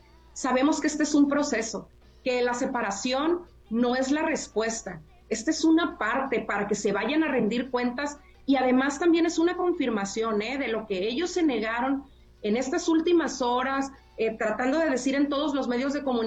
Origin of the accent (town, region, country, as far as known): Culiacán, Sinaloa, Mexico